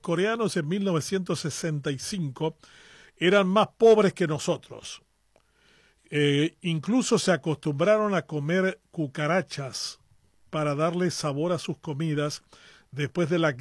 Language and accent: Spanish; Paraguay; nosotros como paraguayos